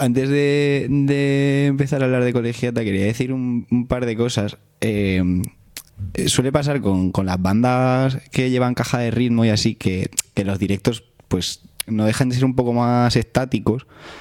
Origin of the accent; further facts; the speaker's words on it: Seville, Andalusia, Spain; Yo también soy de Sevilla.